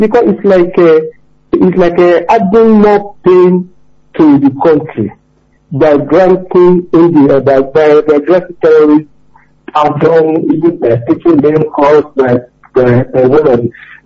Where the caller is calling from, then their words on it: Nigeria; I'm calling from Awoto.